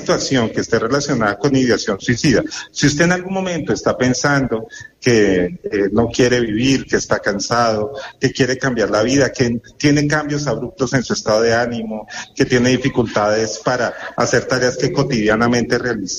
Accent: Colombia

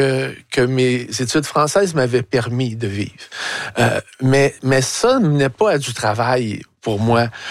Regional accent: Montreal, Quebec, Canada; Sauf que je venais d'ailleurs, moi. Je venais du sous-sol de Montréal-Nord où, dès l'enfance, j'achetais

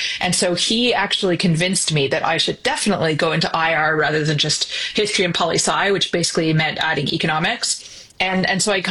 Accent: Ashton, Ontario, Canada; I grew up just outside of Ottawa, near the village of Ashton, which is now part of the Greater Ottawa, on what you sort of call a hobby farm

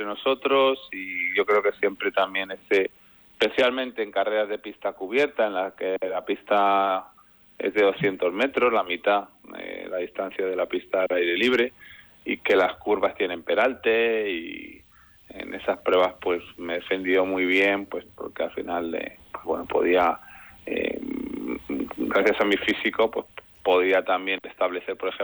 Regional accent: Madrid, Community of Madrid, Spain; yo soy de Santa Eugenia, un barrio de Madrid

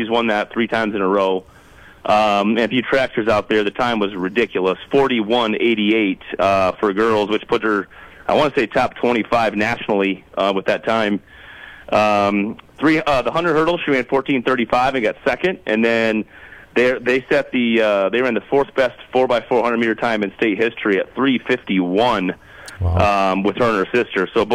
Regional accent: South Dakota, United States; it was just part of growing up in small town. I think growing up in South Dakota in general is a lot of that same mentality.

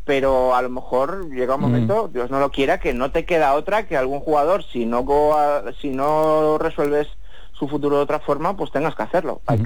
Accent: Galicia, Spain; Bueno, como buen gallego rojito, te diré que comparado con qué

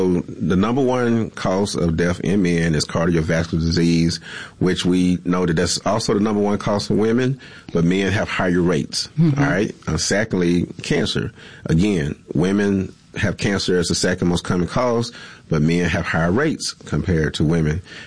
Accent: Fayette, Mississippi, United States; also born or lived in Port Gibson, Mississippi / Vicksburg, Mississippi; I am a native Mississippian, born and raised in Fayette, Mississippi, down in Jefferson County. Spent time in Port Gibson as well as Vicksburg, where I graduated from Warren Central, class of 1999.

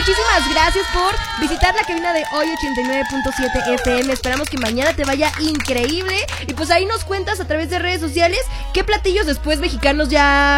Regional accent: Acapulco, Guerrero, Mexico; now in Mexico City, Mexico; no me van a dejar mentir todas las personas que son foráneas acá en la CDMX, me incluyo. Yo soy de Acapulco, Guerrero. Saluditos a todas las personas que me escuchan de allá, que es Costa.

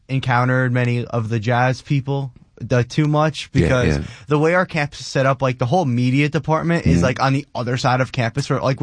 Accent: Mahwah, New Jersey, United States

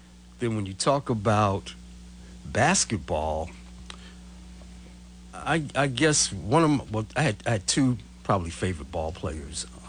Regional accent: New York, United States; I grew up in New York

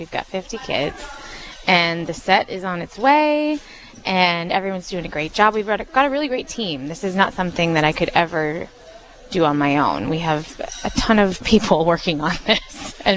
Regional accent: Moorhead, Minnesota, United States; moved away as an adult; now in New York, United States; So I grew up in Moorhead

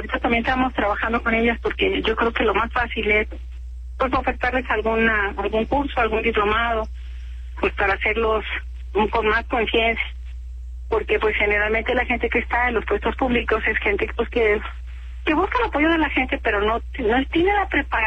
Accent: Mexico

